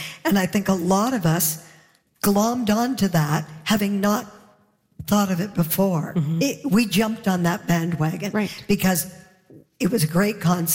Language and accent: English; Canada